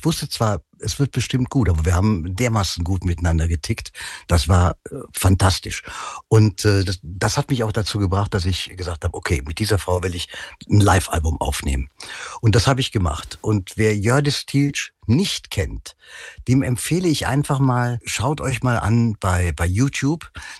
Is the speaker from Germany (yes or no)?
yes; Cologne, North Rhine-Westphalia, Germany; die wir als Kölner ja auch bei uns im Stadtwappen haben.